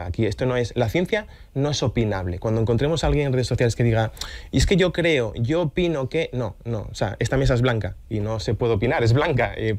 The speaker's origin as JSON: {"language": "Spanish", "region": "Asturias", "country": "Spain", "moved": "as an adult", "lives_now": "Valencia, Spain", "said": "Yo llegué hace 9 años a Valencia y esa es una guerra perdida."}